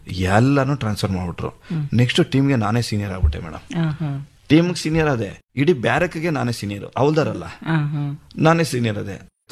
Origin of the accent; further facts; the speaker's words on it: Karnataka, India; ಮೊಟ್ಟ ಮೊದಲಿಗ ಕನ್ನಡಿಗ ಅಂತ ಹೇಳ್ಬೋದು.